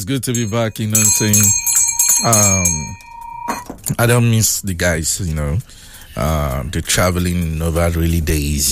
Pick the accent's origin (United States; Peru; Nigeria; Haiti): Nigeria; Eastern Nigeria; I grew up in the East. I grew up in the East.